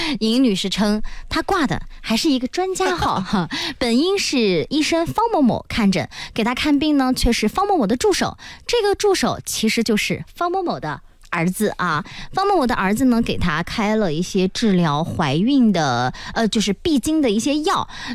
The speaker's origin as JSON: {"language": "Chinese", "country": "China", "said": "我们中国人"}